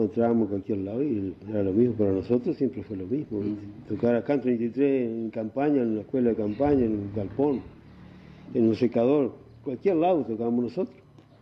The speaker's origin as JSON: {"language": "Spanish", "town": "Vergara", "region": "Treinta y Tres", "country": "Uruguay", "tie": "born there", "also_born_or_lived": "Río Branco", "said": "nunca me gustó salir de acá, no sé por qué, pero viste que me gustaba mi pueblo, nomás tocar en mi pueblo, para la gente del pueblo de Vergara. Que es la gente mía, ¿viste? Y siempre me dediqué a tocar así en el pueblo mío."}